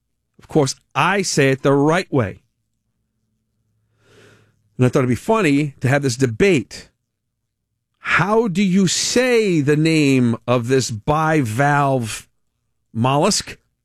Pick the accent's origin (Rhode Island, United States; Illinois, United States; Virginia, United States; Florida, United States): Rhode Island, United States; I'm born and raised in Rhode Island.